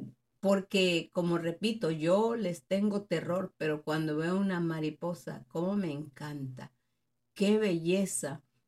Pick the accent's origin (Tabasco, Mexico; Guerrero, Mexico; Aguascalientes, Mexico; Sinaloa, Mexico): Tabasco, Mexico; Yo me acuerdo cuando era chiquita, pues de donde yo soy, Tabasco